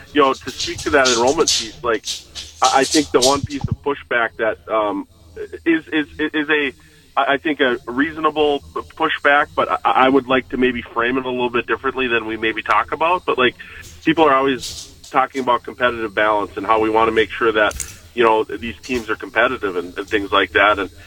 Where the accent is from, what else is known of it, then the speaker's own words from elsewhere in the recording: North Dakota, United States; that's a product of me growing up in North Dakota